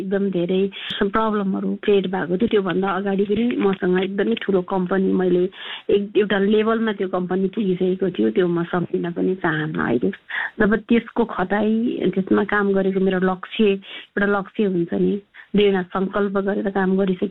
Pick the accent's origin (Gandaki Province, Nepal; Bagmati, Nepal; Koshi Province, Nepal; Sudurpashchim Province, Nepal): Bagmati, Nepal; Gundu, Bhaktapur; म जन्मेको थिएँ भक्तपुरको गुन्डु अहिले जहाँ फेमस नै छ गुन्डु भन्ने ठाउँ